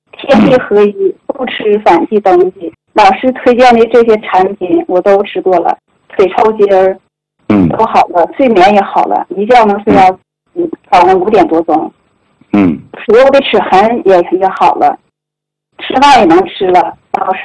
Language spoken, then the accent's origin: Chinese; Tieli, Heilongjiang, China; born there; 我出生在铁犁郎乡。